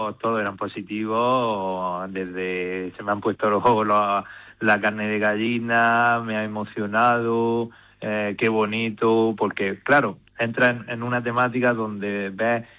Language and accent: Spanish; Anta, Spain; todos somos del municipio de Anta